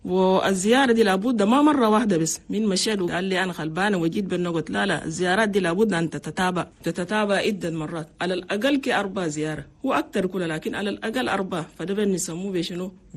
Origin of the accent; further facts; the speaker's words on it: Chad; لأن نحن عندنا في تشاد نسبة موت عن الأمهات اللي بموتوا في ولادها كتير مرة واحد